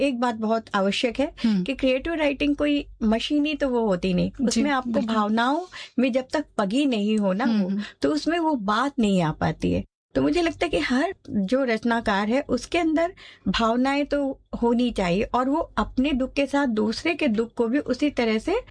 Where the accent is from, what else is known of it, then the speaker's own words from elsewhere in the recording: Mumbai, Maharashtra, India; मैं बॉम्बे से हूँ